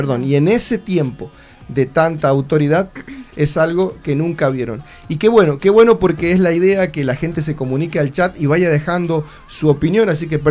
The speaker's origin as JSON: {"language": "Spanish", "country": "Argentina", "said": "somos todos argentinos"}